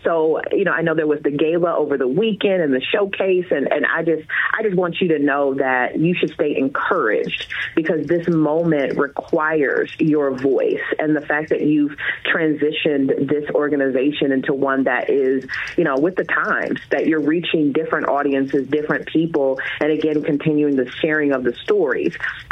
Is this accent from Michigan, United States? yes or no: yes; Lansing, Michigan, United States; Born and raised in Lansing on the south side, graduated from Everett.